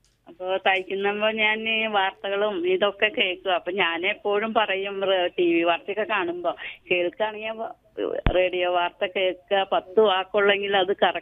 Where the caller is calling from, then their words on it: Kerala, India; മുപ്പിളിയാളേ.